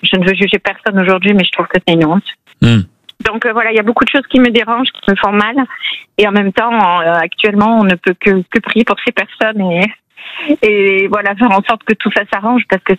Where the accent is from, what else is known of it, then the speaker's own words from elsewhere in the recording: Pau, Nouvelle-Aquitaine, France; moi je suis de Pau et actuellement je suis au Pays Basque